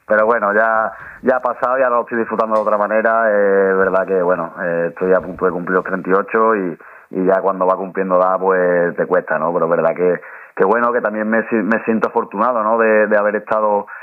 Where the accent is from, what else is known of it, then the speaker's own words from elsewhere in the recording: Andalusia, Spain; born there; decidí, por la felicidad de la familia, quedarme aquí en mi pueblo.